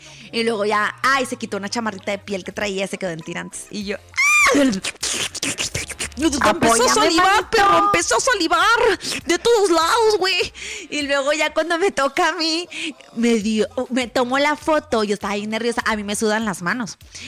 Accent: Monterrey, Nuevo León, Mexico; soy tu super fan, soy de Monterrey.

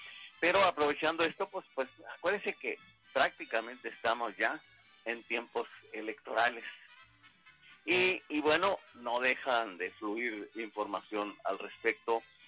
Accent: Mexico

